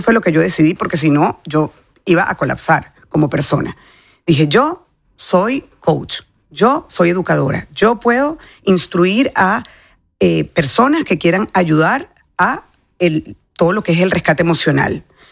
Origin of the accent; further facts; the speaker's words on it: Venezuela; O sea, yo soy venezolana, yo me siento orgullosa de cómo el venezolano hoy está ayudando en centros de acopio